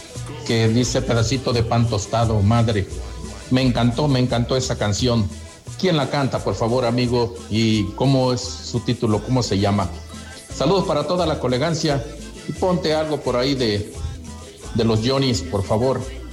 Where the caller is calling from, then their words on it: Santa María del Río, San Luis Potosí, Mexico; de Santa María del Río, Pueblo Mágico.